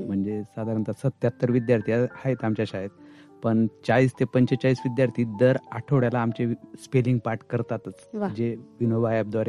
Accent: Pimpalner, Maharashtra, India; moved away as an adult; माझं बालपण आणि शिक्षण पिंपळनेर धुळे जिल्ह्यात.

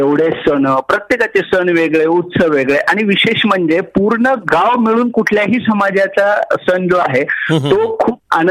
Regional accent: Sangvi Patan, Maharashtra, India; moved away; मी मूळचा सांगवी पाटण, तालुका आष्टी, जिल्हा बीड, मराठवाड्यातलं अतिशय छोटस गाव, दोन नदीच्या संगमावरती असणार भैरवनाथ महाराजांचं हे तीर्थक्षेत्र आहे.

